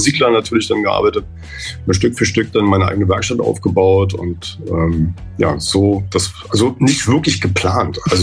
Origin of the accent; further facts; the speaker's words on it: East Germany, Germany; Ganz genau genommen bin ich reingerutscht durch die Mangelwirtschaft in der DDR. Also ich komme aus dem Osten, habe mich dann für die Gitarre interessiert.